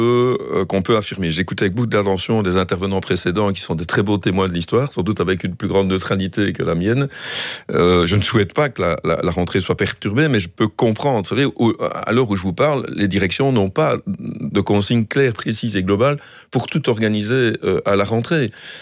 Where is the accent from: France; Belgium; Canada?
Belgium; Liège, Wallonia; accent: slight provincial Liège accent; Mais mon léger accent provincial est plutôt liégeois, comme vous l'entendez.